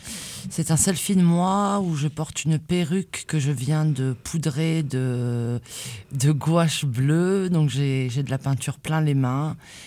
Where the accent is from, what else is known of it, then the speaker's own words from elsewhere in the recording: Algeria; moved away as an adult; je suis née en Algérie, que j'ai vécu jusqu'à l'âge de 19 ans